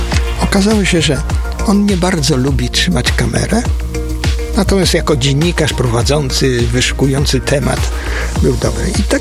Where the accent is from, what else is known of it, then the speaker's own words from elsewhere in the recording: Lubomierz, Lower Silesian Voivodeship, Poland; znanego w Lubomierzu liceum pedagogicznego, ponieważ ja stamtąd pochodzę